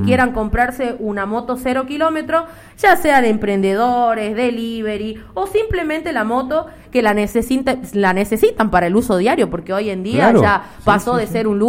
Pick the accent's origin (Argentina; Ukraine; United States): Argentina; Colonia Santa Rosa, Salta; moved away; Yo soy de Colonia Santa Rosa.